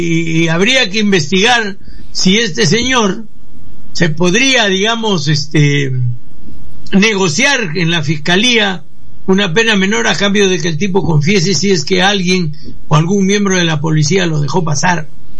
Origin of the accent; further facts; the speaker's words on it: Peru; yo deseo, de verdad, de todo corazón, como los peruanos, de buenos sentimientos, tener una policía en la que yo me quite el sombrero.